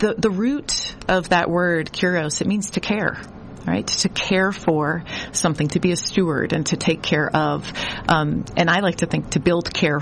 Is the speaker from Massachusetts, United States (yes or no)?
yes; Boston, Massachusetts, United States; Imagine being a little kid growing up in Boston. I grew up in Dorchester.